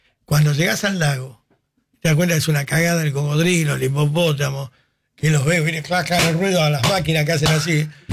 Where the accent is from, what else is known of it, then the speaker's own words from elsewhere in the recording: Argentina; Queremos ser norteamericanos. Ese es otro problema de los argentinos. Y no somos norteamericanos. Y queremos ser.